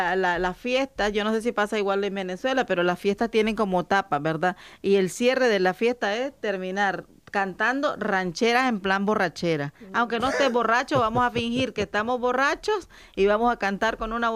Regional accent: Nicaragua; Y yo, por ejemplo, soy del norte de Nicaragua y también pues soy de origen campesino. Mis padres son campesinos y luego también viví en la ciudad.

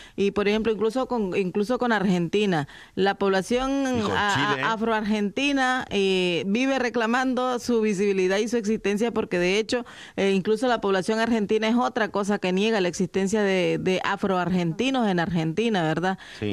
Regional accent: Nicaragua; now in Spain; yo soy de Nicaragua

